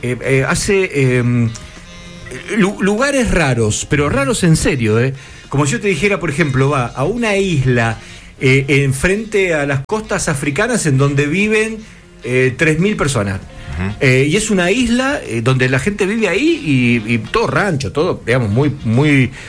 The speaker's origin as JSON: {"language": "Spanish", "region": "Buenos Aires", "country": "Argentina", "tie": "born there", "moved": "yes", "lives_now": "Mendoza, Argentina", "said": "el barrio donde yo nací ya no es mi barrio donde yo nací."}